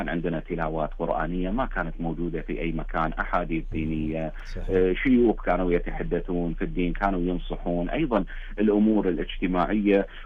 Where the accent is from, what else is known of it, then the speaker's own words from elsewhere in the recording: Kuwait; عندنا بالكويت